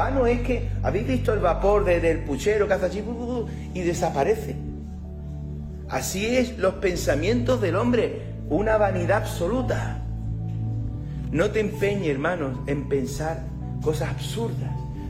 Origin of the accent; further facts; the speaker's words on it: Spain; Para eso sí somos españoles.